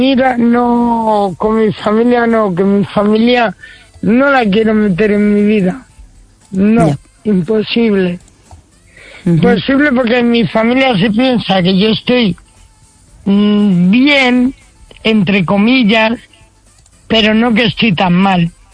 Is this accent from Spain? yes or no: yes; Community of Madrid, Spain